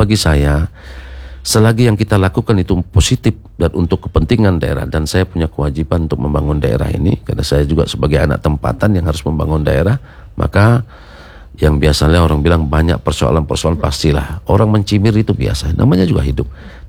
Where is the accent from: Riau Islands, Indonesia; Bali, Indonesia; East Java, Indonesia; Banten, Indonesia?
Riau Islands, Indonesia; Tanjung Pinang; saya sebagai anak Tanjung Pinang